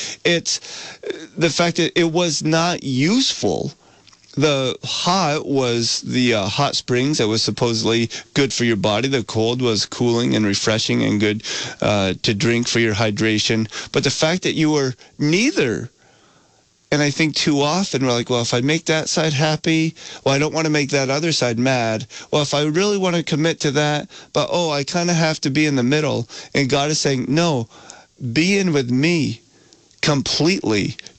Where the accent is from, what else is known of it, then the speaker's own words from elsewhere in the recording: Vermont, United States; as an American, as a Vermonter